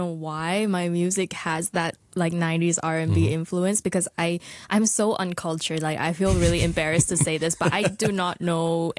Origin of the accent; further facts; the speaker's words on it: Hong Kong; also born or lived in Okinawa, Japan; Yeah. I basically grew up mostly in Hong Kong, but I was born in Okinawa. And I grew up doing music, I guess.